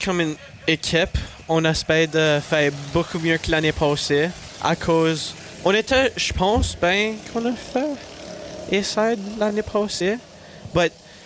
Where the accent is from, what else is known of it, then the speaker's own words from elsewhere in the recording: La Broquerie, Manitoba, Canada; Moi, je viens de Labrecrie, Manitoba.